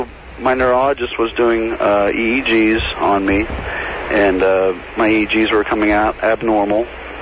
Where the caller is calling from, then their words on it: Dayton, Ohio, United States; I'm from Dayton, Ohio, and I work with a bunch of guys.